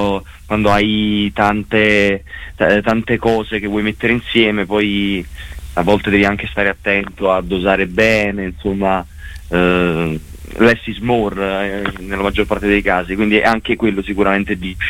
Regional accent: Naples, Campania, Italy; No, io sono proprio di Napoli.

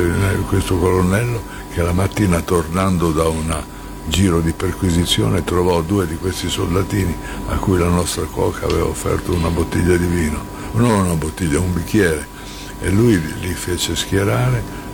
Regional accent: Bologna, Emilia-Romagna, Italy; also born or lived in Padua / Giulianova; Beh, sono nato a Padova, sì, a 2 anni sono andato a Bologna, è stato sempre Bologna e Giulianova

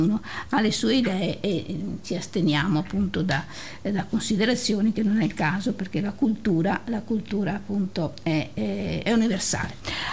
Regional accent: Padua, Veneto, Italy; Padova come va? Bene? Noi siamo di Padova, va bene?

